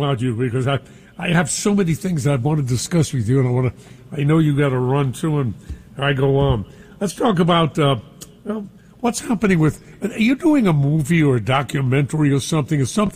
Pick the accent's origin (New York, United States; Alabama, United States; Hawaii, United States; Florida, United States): New York, United States; Brooklyn; I was brought up in Brooklyn, you were brought up in the Bronx, but you were always like neighborhood to me.